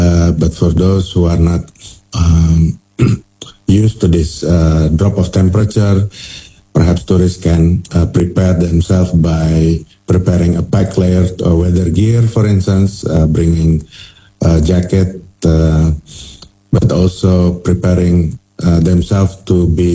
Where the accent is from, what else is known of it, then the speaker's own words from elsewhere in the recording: Indonesia; this chilly weather for most of us Indonesians.